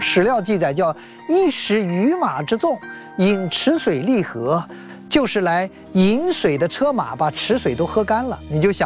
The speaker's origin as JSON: {"language": "Chinese", "country": "China", "said": "我们中国人喜欢说叫字如其人"}